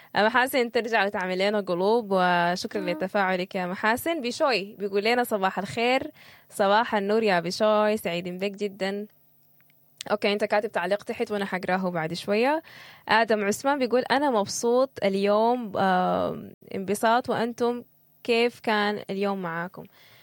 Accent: Sudan; دي حاجة كمان بحس إحنا بنتميز بها كسودانيين

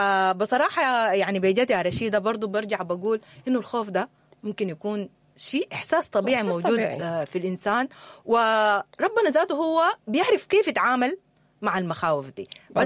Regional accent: Sudan; الوضع بتاعنا احنا كسودانيين

